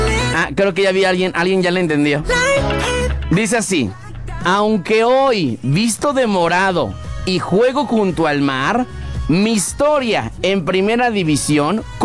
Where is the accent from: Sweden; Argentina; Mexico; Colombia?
Mexico; Morelia, Michoacán; now in Pachuca, Mexico; Yo soy de Morelia.